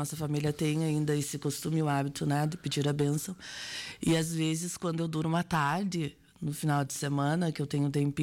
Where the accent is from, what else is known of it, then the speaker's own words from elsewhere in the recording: Soledade, Rio Grande do Sul, Brazil; Nasci no Espraiado mesmo.